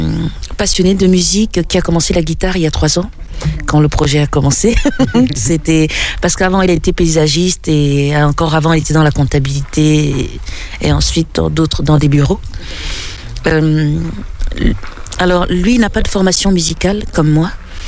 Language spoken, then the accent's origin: French; Cameroon; first language French; ma langue maternelle c'est le français, parce qu'au Cameroun on parle, le Cameroun est un pays bilingue, anglais-français, plus les dialectes.